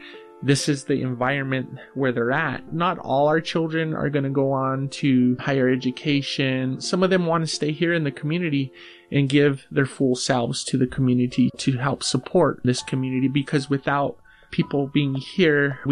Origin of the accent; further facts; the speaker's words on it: New Mexico, United States; I am from the Pueblos of Cochiti and San Felipe and I come from the Oak Clan.